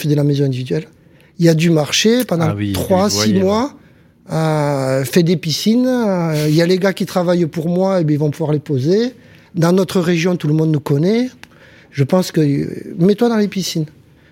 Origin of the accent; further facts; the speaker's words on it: Montpellier, Occitanie, France; chez nous, à Montpellier